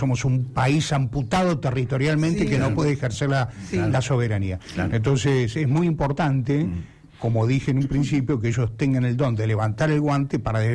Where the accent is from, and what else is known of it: Argentina